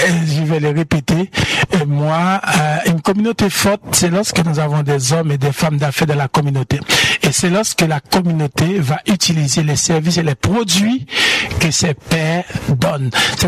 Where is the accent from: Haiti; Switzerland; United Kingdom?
Haiti; born there; Donc moi, je suis né en Haïti, elle est née en Martinique.